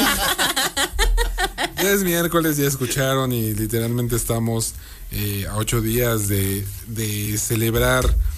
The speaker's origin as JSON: {"language": "Spanish", "country": "Mexico", "said": "cuando como mexicanos nos unimos, que fíjate que aún así todavía tenemos esa filosofía como mexicanos, ¿no?"}